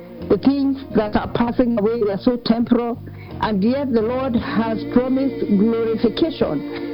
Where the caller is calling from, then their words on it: Nyali, Kenya; I'm calling you from Nyali and Larger Kwale.